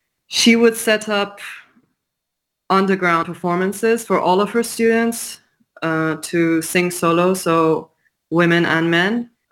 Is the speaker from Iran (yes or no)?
yes; Tehran, Tehran Province, Iran; moved away; growing up in Tehran